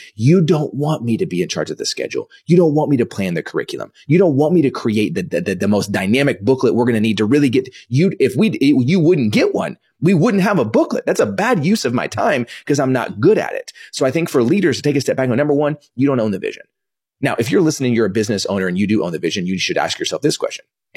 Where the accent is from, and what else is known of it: Dallas, Texas, United States; born or raised there; also born or lived in Kansas